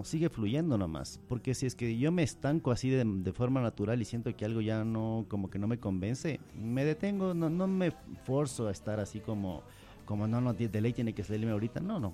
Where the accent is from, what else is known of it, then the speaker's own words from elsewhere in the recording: Quito, Pichincha, Ecuador; la ciudad de Quito, de lo que somos los quiteños